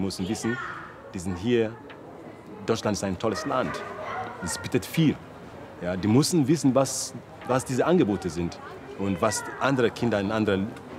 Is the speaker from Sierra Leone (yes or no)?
yes; Sierra Leone; Ich komme aus Sierra Leone. Ich bin 47 Jahre alt